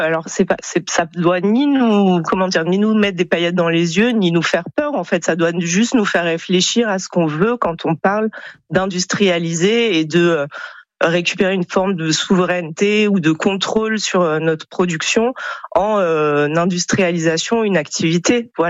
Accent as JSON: {"language": "French", "town": "Marseille", "region": "Provence-Alpes-Côte d'Azur", "country": "France", "said": "en tant que Marseillaise et Marseillais"}